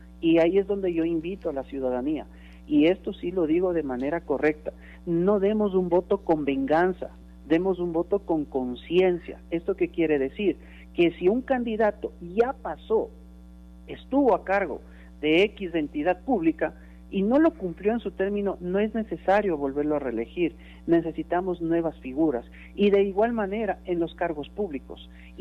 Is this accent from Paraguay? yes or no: no; Ecuador; O sea, eso es lo que nosotros como ecuatorianos ya no queremos ver.